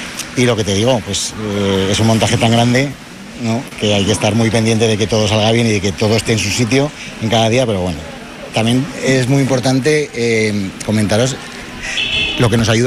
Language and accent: Spanish; Huesca, Aragon, Spain; yo soy de Huesca